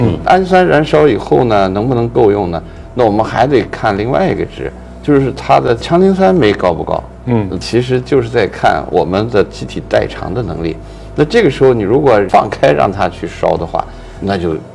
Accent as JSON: {"language": "Chinese", "country": "China"}